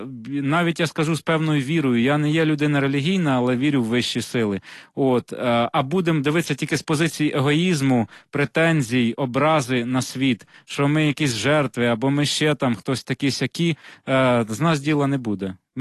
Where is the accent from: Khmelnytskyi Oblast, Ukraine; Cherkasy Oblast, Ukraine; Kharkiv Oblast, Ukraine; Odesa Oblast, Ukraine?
Odesa Oblast, Ukraine; Yuzhne; центр лежав неподалік від мосту сучасного міста, звідки я родом, Южна, а тепер уже Південна Українська.